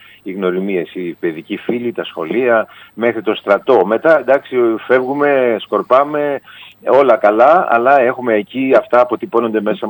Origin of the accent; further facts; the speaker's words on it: Serres, Central Macedonia, Greece; moved away; Χαίρομαι που είμαι εδώ στην πατρίδα μου